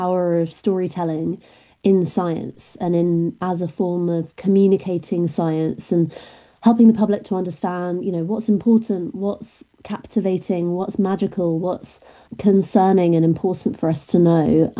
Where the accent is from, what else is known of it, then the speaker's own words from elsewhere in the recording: Devon, South West England, United Kingdom; also born or lived in Augusta, Georgia, United States; I was brought up in a really beautiful part of England in a county called Devon in the southwest near the coast.